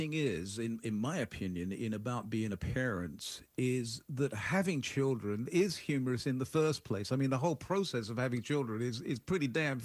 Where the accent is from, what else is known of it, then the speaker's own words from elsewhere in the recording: United Kingdom; I mean, humor, from my point, I'm British, so what do I know?